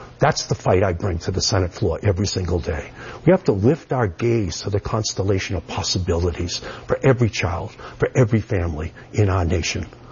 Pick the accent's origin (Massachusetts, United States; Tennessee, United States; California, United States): Massachusetts, United States; Malden; I grew up in Malden. I live in Malden today. My father was a truck driver for the Hood Milk Company.